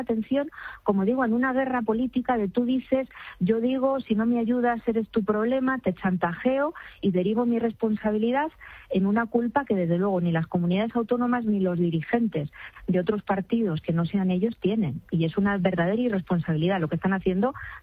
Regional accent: Spain; como española y como médico

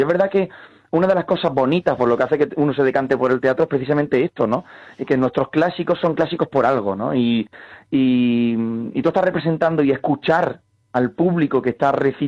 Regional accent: Andalusia, Spain; Y como actor español, ¿no? Como actor andaluz, pues siempre me ha llamado la atención

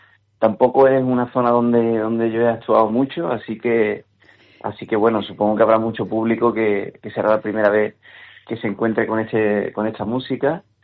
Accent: Utrera, Andalusia, Spain; tengo cerquita de mi tierra, de Utrera

